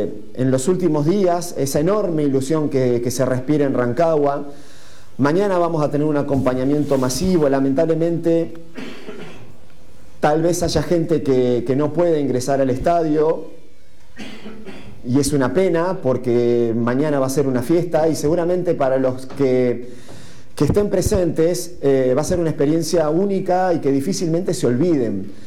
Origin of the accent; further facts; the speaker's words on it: Argentina; y soy argentino